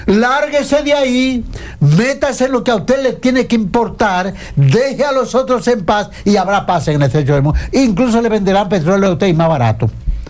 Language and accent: Spanish; Dominican Republic; como sociedad dominicana debemos reaccionar